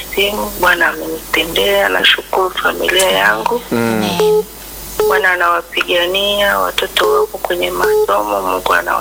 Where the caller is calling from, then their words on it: Arusha, Tanzania; natoka Arusha.